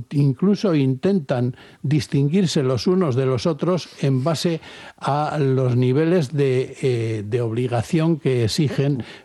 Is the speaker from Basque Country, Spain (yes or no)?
yes; Zalla, Basque Country, Spain; Ahora, yo soy de Zalla. Yo no he oído hablar euskera hasta que no tuve 18, 20 años, no he oído ni una palabra de euskera.